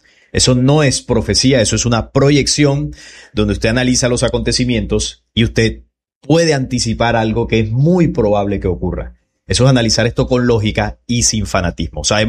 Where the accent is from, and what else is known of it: Colombia